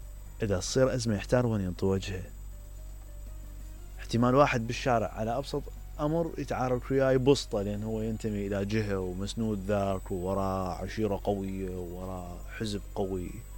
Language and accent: Arabic; Iraq; هسا إحنا ما نعتبر العراق فندق